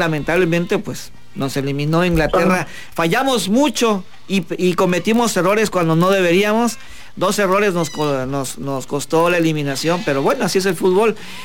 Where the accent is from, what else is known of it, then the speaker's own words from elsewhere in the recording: Mexico; Yo soy mexicano, pero arriba España.